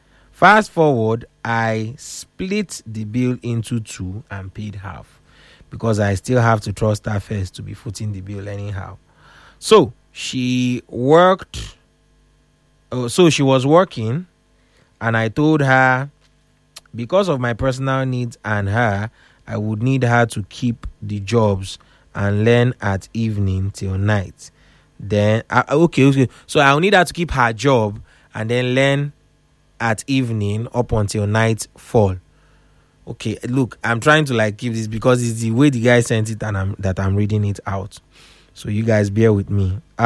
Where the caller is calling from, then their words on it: Lagos, Nigeria; I am chatting from Lagos. I am 28 years old.